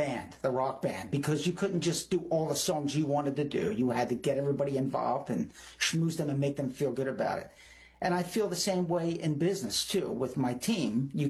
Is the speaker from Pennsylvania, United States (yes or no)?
no; Somerdale, New Jersey, United States; Somerdale, New Jersey, which is South Jersey.